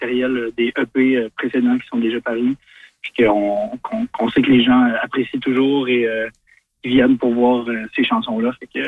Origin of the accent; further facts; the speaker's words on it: Gaspé, Quebec, Canada; Et pour les gens de l'Est du Québec, là, on vient de Gaspé.